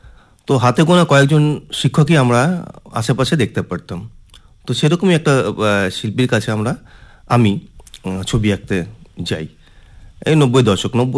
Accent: Siliguri, West Bengal, India; actually শিলিগুড়িতে বড় হওয়া

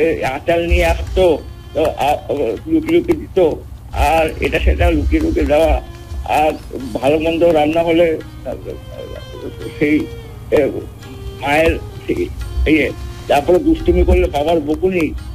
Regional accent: Rourkela, Odisha, India; also born or lived in Krishnanagar, West Bengal; বাবা তো চাকরি করতো সেই শুধু উড়িষ্যা রাউরকেলাতে, সেখানে বড় হওয়া, কিন্তু আমাদের বাড়ি হচ্ছে এই কৃষ্ণনগর, এখানে গরমের ছুটিতে চলে আসতাম গ্রীষ্মের বন্ধে

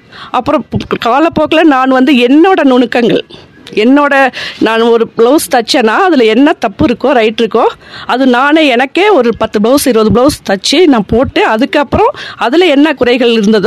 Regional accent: a village in Thanjavur district, Tamil Nadu, India; moved away as an adult; now in Ooty, India; நான் வந்து தஞ்சாவூர் மாவட்டம் சேவேரிக்குடிக்காடுங்கிற ஒரு கிராமத்துல தான் நான் பிறந்து வளர்ந்ததெல்லாம். நான் படித்தது கூட தஞ்சாவூர் மாவட்டத்தில் தான், தஞ்சாவூர் பிளேக்கே ஸ்கூலுங்கிற ஒரு ஸ்கூலில் தான் நான் படித்து பிளஸ் டூ முடிச்சுட்டு நர்ஸ் ட்ரைனிங் முடிச்சிருக்கேன்.

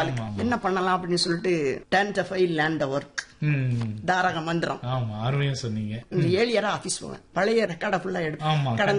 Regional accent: Elathur, Tamil Nadu, India; எலத்தூர் கிராமத்துல பிறந்தேன். படிச்சது எல்லாமே அங்கதான். கல்லூரி வந்து பக்கத்துல குற்றாலம், அதுல APUC மட்டும்தான்.

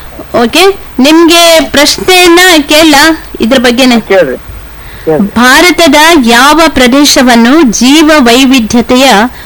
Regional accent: Karnataka, India; ನಾವು ಕರ್ನಾಟಕದವರು

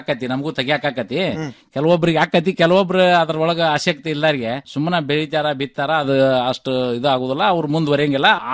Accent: Karnataka, India; ನಮ್ಮ ಊರ್ಲಿಂದ, ನಾವು ಬೆಲವಂತರಿಂದ ನಾವು ಇಬ್ರು ಹೋಗಿದ್ವಿ.

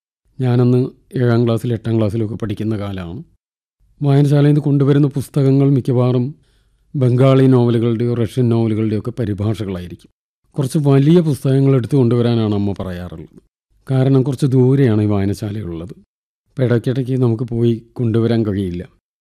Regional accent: Eyyal, Kerala, India; ഞാൻ 61 ജനിച്ചത്. തൃശ്ശൂർ ജില്ലയിൽ കുന്നംകുളത്തിനടുത്ത് എയ്യാൽ എന്ന് പറയുന്നൊരു ചെറിയ ഗ്രാമത്തിൽ. ഇന്നത്തെ സൗകര്യങ്ങളൊന്നും ഇല്ലാത്തൊരു കാലമാണ്. എൻ്റെ ഗ്രാമം വൈദ്യുതി ഇല്ലാത്ത സ്ഥലമാണ്.

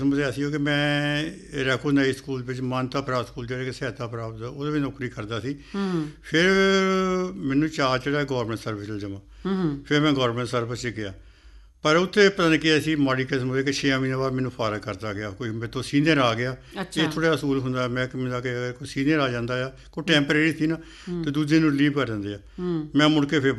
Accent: Meerut, Uttar Pradesh, India; born there; ਵੈਸੇ ਮੇਰੇ ਪਿਤਾ ਜੀ ਆਰਮੀ ਵਿੱਚ ਸੀਗੇ, ਅਤੇ ਉਹ ਮੇਰਠ ਰਹਿੰਦੇ ਸੀ, ਅਤੇ ਦੱਸਿਆ ਜਾਂਦਾ ਕਿ ਮੇਰਾ ਜਨਮ ਮੇਰਠ 'ਚ ਹੋਇਆ, ਮੈਨੂੰ ਤਾਂ ਨਹੀਂ ਸੁਰਤ

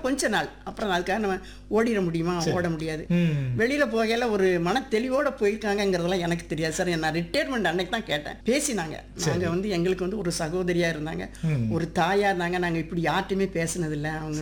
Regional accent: Elathur, Tamil Nadu, India; அதுல எலத்தூர் கிராமத்துல பிறந்தேன். படிச்சது எல்லாமே அங்கதான்.

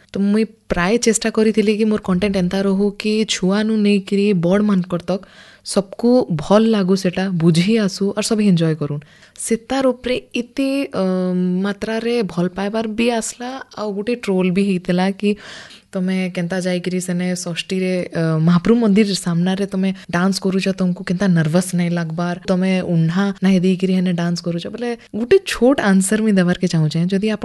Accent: Sambalpur, Odisha, India; but steel ଆମେ ସମ୍ବଲପୁରରୁ first time Mumbai ଯାଉଥିଲୁ ସଭେ

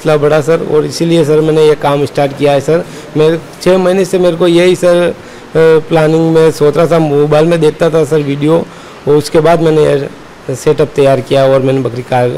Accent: Asavra, Rajasthan, India; जी sir, मेरा गांव sir Asawara गांव है, बदेसर तहसील है।

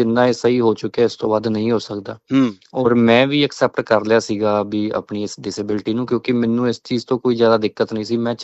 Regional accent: Haryana, India; ਜੀ ਮੇਰਾ ਪਿੰਡ ਹੈ ਜੀ ਕੈਥਲ ਜ਼ਿਲ੍ਹੇ ਚ, ਗੁੱਲਾ ਚੀਕਾ ਦੇ ਨਜ਼ਦੀਕ।

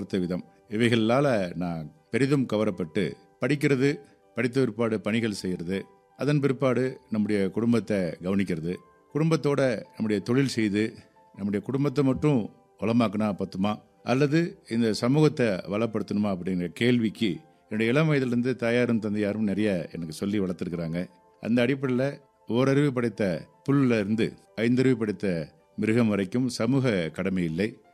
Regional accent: Dindigul, Tamil Nadu, India; நான் திண்டுக்கல்ல என்னுடைய சொந்த ஊராக கொண்டிருக்கிறேன்.

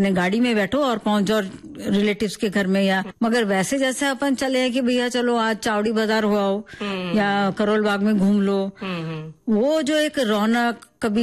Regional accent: North India, India; moved away; also born or lived in Delhi; मैं तो north Indian हूँ

